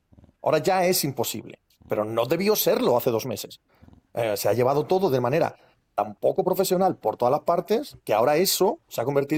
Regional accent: Asturias, Spain; Soy asturiano.

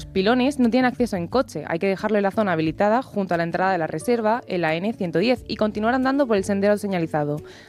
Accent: Casares, Andalusia, Spain; Y terminamos nuestro viaje en mi tierra, en Andalucía, concretamente en Casares, Málaga, donde se encuentran los Baños de la Hedionda.

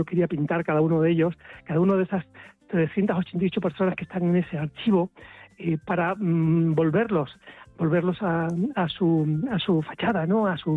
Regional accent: Mogarraz, Castile and León, Spain; born there; Yo nací en Mograz en 1962.

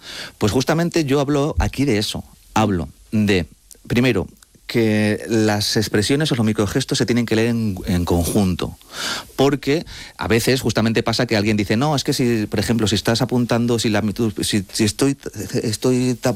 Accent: Madrid, Community of Madrid, Spain; aparte te he dicho ya que soy madrileño, sí. Y mis padres son argentinos.

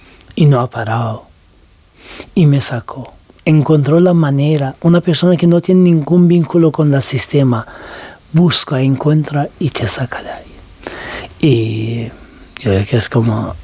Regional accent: Turkey; Spanish is a second language; now in Spain; soy turco y podía pasar más fácil que otros muchos, pero de igual forma molestaban mucho y querían deportarme a Irán.

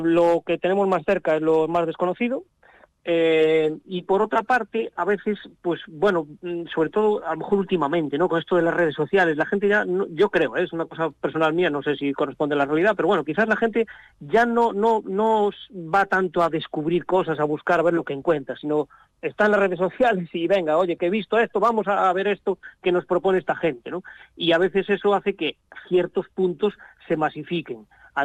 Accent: A Coruña, Galicia, Spain; somos de Coruña y empezamos pues la cosa en Coruña

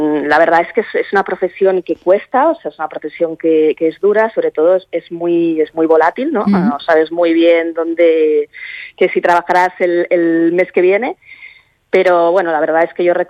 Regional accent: Barcelona, Catalonia, Spain

